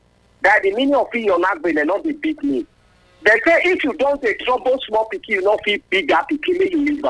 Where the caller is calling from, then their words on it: Ekpoma, Edo, Nigeria; I'm calling you from Ekpoma.